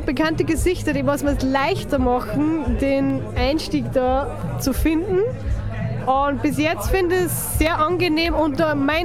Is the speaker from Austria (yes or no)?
yes; Ebensee, Upper Austria, Austria; Ich bin ursprünglich aus Ebensee. Ich bin sogar neben Kino Ebensee in die Schule gegangen.